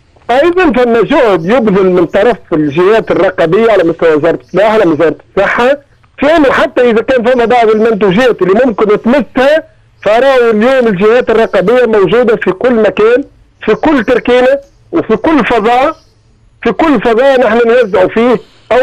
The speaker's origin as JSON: {"language": "Arabic", "country": "Tunisia"}